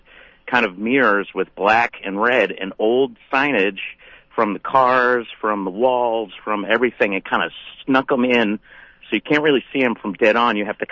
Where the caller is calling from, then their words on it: New York City, New York, United States; in Brooklyn.